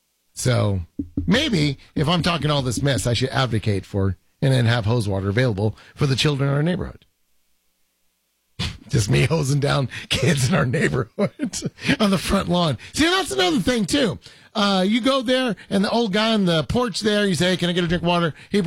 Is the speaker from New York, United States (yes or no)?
no; Tennessee, United States; But I'm from Tennessee. I still wouldn't care.